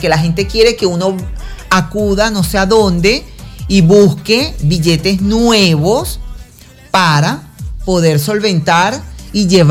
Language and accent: Spanish; Venezuela